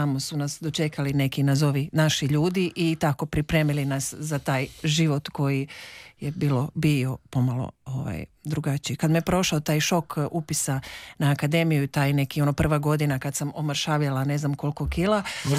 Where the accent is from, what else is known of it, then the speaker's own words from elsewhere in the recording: Rijeka, Primorje-Gorski Kotar County, Croatia; sa Anastazijom Balaš, koja mi je poslije, i koja je isto Riječanka, i poslije smo se zajedno zaposlile u kazalištu.